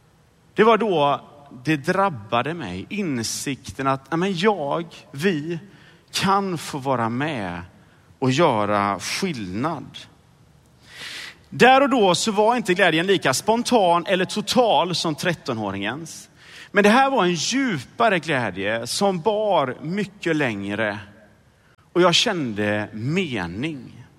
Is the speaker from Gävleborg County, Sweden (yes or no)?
no; Sydkoster, Västra Götaland County, Sweden; Jag skulle ha ansvar för mejeriavdelningen hemma på Sydkoster på affären.